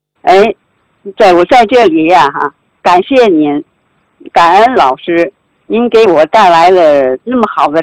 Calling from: Tianjin, China; 我是天津的，是您的新的学员。今年75岁，是1951年，出生，农历10月21，

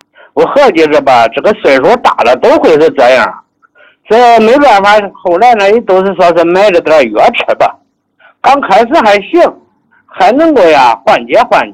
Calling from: Henan, China; 我是河南的这个朋友，

